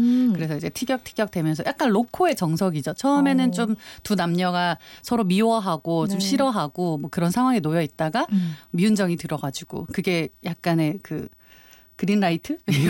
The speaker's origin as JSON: {"language": "Korean", "region": "North Gyeongsang", "country": "South Korea", "said": "경북입니다."}